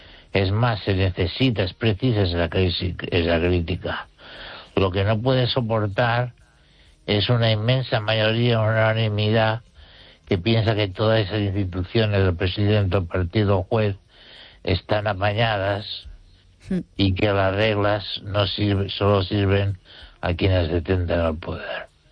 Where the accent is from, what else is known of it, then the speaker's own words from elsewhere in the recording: Spain; soy un español que razona, no se olvide